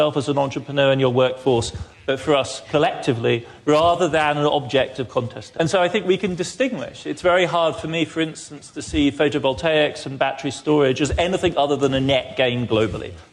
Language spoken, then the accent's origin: English; Germany; And this is a familiar problem to Europeans. I grew up in Germany.